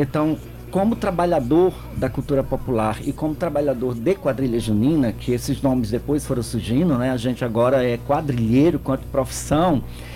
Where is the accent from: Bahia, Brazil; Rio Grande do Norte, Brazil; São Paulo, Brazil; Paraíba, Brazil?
Paraíba, Brazil; Alagoa Grande; moved away as an adult; also born or lived in Macapá / Rio de Janeiro; Então eu sou paraibano, né? Sou natural de Alagoa Grande, que é a cidade de … fica a 108 quilômetros da capital.